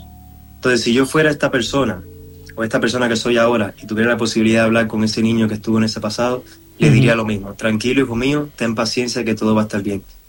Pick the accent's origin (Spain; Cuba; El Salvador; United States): Cuba; moved away; viene de donde yo vengo.